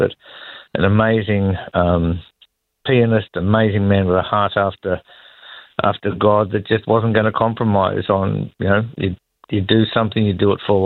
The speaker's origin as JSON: {"language": "English", "town": "Ballarat", "region": "Victoria", "country": "Australia", "tie": "born or raised there", "also_born_or_lived": "Benalla / Northern Territory / Queensland", "moved": "as an adult", "said": "Was born and raised on Wathaurong land, which is the in Ballarat in Victoria. So, was there for the first 21 years of my life, and then a couple of years in Benalla, and then about 40 years in the territory."}